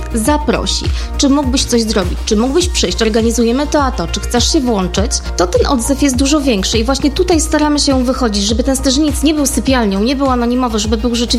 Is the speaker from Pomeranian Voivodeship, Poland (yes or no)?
no; Biała Podlaska, Lublin Voivodeship, Poland; moved away as an adult; now in Styrzyniec, Poland; ja się wychowałam w Białej. W Styżnicu mieszkam od 5 lat.